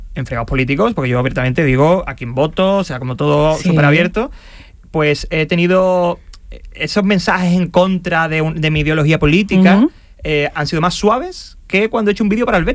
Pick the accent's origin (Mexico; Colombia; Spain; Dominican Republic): Spain; Andalusia; soy muy andalucista, y verdad que lo soy, muy andaluz y andalucista